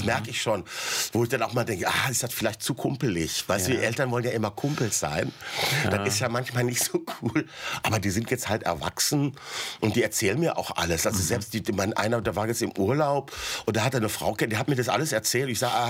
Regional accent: Essen, North Rhine-Westphalia, Germany; born there; moved away; also born or lived in Bavaria; ich bin in Essen geboren.

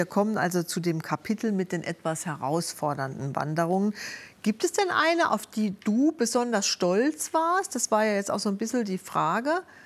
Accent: Saarland, Germany; als Saarländerin

